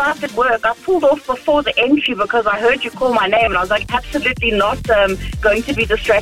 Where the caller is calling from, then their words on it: Randburg, Gauteng, South Africa; I am listening from Randburg, Hoogland, whatever side you want to call it, North Riding.